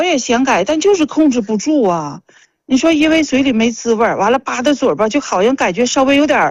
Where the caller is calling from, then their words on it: Changchun, Jilin, China; 今年是67，我家是长春的。